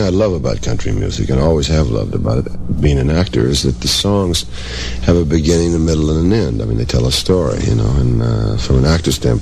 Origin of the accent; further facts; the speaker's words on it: Florida, United States; also born or lived in Georgia, United States; I was born in Georgia, raised in Florida. And I really and truly love country music.